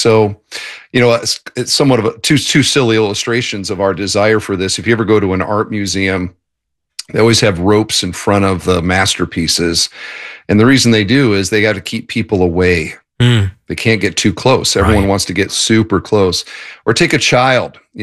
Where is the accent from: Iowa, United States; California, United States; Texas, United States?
Iowa, United States; Waterloo; I grew up in Waterloo, Cedar Falls. Oh. My dad was a 40-year John Deere engineer.